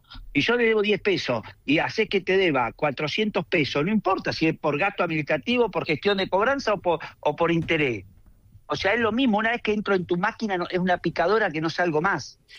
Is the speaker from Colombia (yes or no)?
no; Argentina